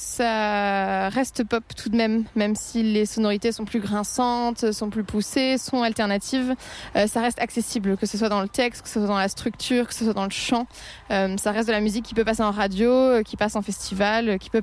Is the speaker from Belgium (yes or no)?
no; Normandy, France; moved away as an adult; also born or lived in Paris; moi je viens de la Normandie, j'ai fait mes études à Paris